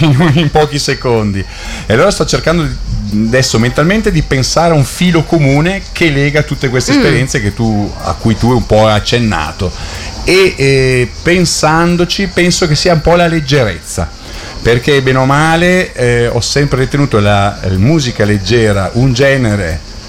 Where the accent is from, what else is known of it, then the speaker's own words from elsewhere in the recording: Legnago, Veneto, Italy; Vengo da Legnago.